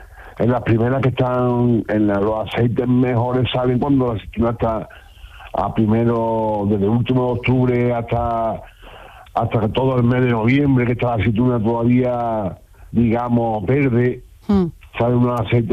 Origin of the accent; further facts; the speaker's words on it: Andalusia, Spain; porque nosotros somos limítrofe con Estepa, ¿sabes? Somos de la Sierra Sur, la comarca de Estepa.